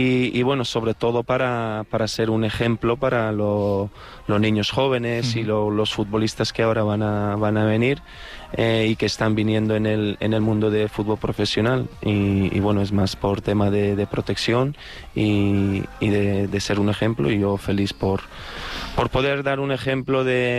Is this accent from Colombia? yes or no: no; Serbia; born there; Spanish is a second language; also born or lived in Netherlands; el serbio como nací en Serbia, el alemán que lo aprendí en el colegio en Holanda